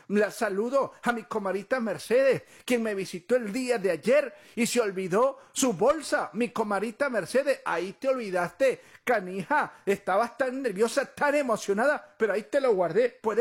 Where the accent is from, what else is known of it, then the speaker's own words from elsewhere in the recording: Catemaco, Veracruz, Mexico; de donde yo vengo, en Catemaco, Veracruz, no andamos por las ramas.